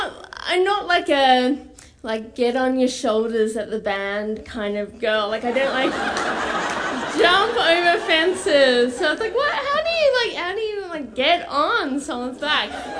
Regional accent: Australia; moved away; I'm Australian

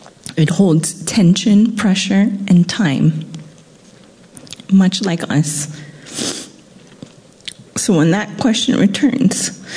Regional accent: Haleiwa, Hawaii, United States; from Hala'iwa.

